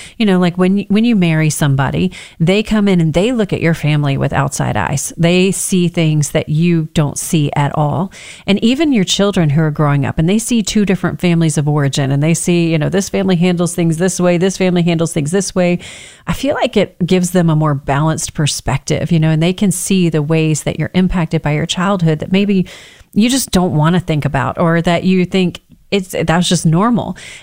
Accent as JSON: {"language": "English", "region": "Texas", "country": "United States", "accent": "Texas twang", "said": "Cause you know, we're from Texas. So we got a little Texas twang in there"}